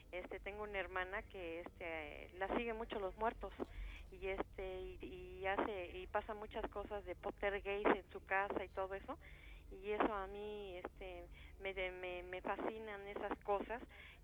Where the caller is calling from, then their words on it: Mexico City, Mexico; De la colonia Doctores